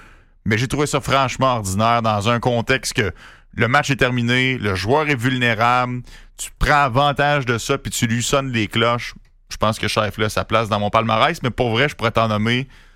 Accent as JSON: {"language": "French", "region": "Quebec", "country": "Canada", "said": "Je suis canadien-québécois, oui"}